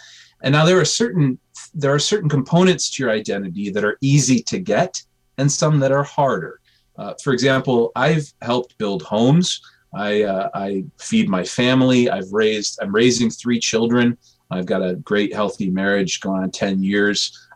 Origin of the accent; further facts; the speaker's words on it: Grand Rapids, Michigan, United States; born there; I came out of my mom in Grand Rapids, Michigan, and that boop, ding, I'm an American.